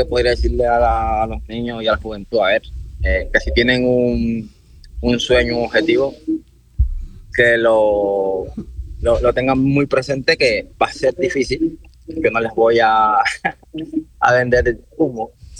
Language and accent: Spanish; Machala, El Oro, Ecuador; Yo salí desde la provincia del Oro, Machala, entrenando en una pista de tierra.